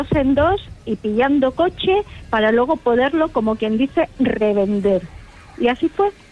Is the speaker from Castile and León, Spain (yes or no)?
yes; Béjar, Castile and León, Spain; soy de Béjar, en la provincia de Salamanca